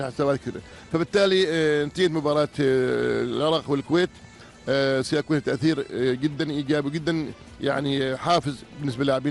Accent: Jeddah, Makkah Province, Saudi Arabia; إحنا جينا هنا من السعودية في جدة من أجل المنتخب

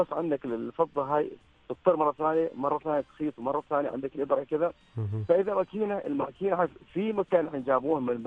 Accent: Oman; متوفرة في عندنا في سلطنة عمان الحمد لله

